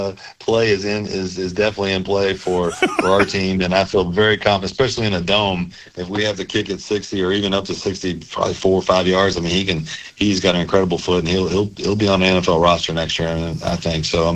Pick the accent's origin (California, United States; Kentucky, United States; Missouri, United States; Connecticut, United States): Missouri, United States; St. Louis; there in St. Louis as possible. So, but yeah, it's really special to me, because, like I said, it's my hometown